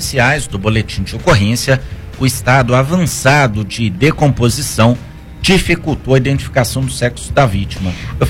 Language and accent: Portuguese; Ouro Preto, Minas Gerais, Brazil; Eu sou de Ouro Preto